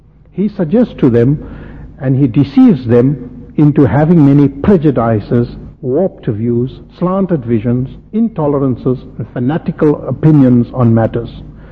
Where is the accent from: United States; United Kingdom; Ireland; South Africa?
South Africa; Here in South Africa, we know we've lived with it for so long.